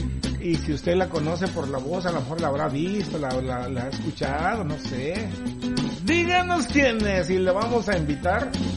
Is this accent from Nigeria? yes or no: no; Mexico; now in United States; nosotros como mexicanos